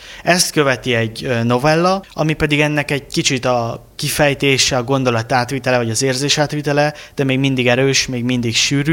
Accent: Sopron, Győr-Moson-Sopron, Hungary; Büszke soproni vagyok

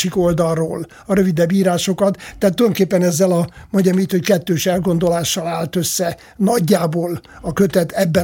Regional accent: Szeged, Csongrád-Csanád, Hungary; én ugye már Szegeden születtem, és én külvárosban nőttem föl. Ez a külváros, a Rókus nevű külváros a Szegednek

